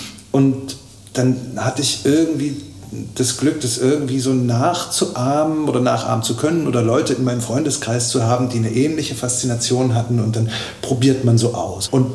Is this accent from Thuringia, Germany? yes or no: yes; Rudolstadt, Thuringia, Germany; aber ich habe auch früh als Kind am Chor in der Schule, es gibt ja hier auch einen tollen Chor in Rudolstadt, oder mehrere, Entschuldigung, aber so da habe ich so die erste Stimmbildung genossen